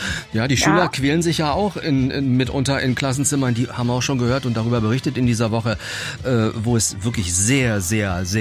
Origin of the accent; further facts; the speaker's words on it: Brandenburg, Germany; Ich bin es gewöhnt, im Spreewald aufgewachsen.